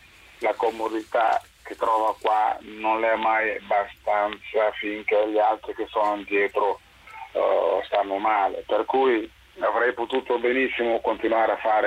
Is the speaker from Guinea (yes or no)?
yes; Guinea; nel mio paese, sì, in Guinea, sì.